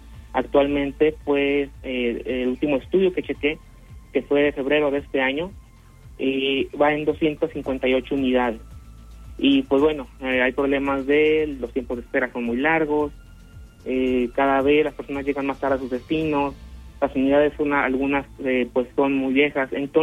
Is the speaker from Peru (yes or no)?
no; Comarca Lagunera, Mexico; moved away; el que esté lejos de mi tierra, pues no significa que sea ajena a ella.